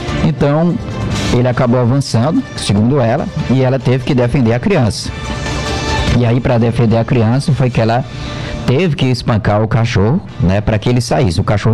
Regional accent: Campina Grande, Paraíba, Brazil; Maria Lúcia tá lá em Campina Grande, tá lá na minha cidade, né?

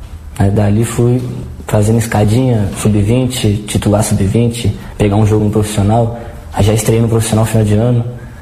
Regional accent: Florianópolis, Santa Catarina, Brazil; also born or lived in São Luís; Saí do Maranhão com 1 ano de idade, de São Luís do Maranhão. Fui para Florianópolis, fiquei em Florianópolis 16 anos.

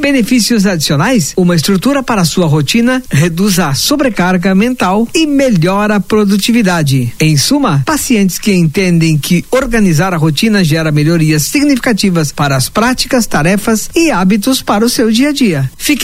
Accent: Paraná, Brazil; moved away; lá na minha terra, no Paraná

